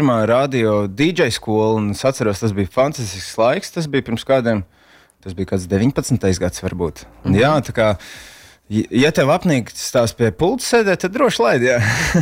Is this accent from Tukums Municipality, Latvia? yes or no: yes; Tukums, Tukums Municipality, Latvia; also born or lived in Riga; es esmu audzis tukumā. Esmu izmācījies fantastiskās tukuma. Skoliņās un pēc tam arī Rīgā mācījies.